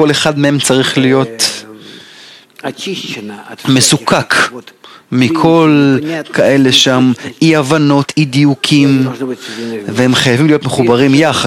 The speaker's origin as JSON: {"language": "Hebrew", "country": "Bulgaria", "lives_now": "Israel", "said": "אני הגיעו מבולגריה."}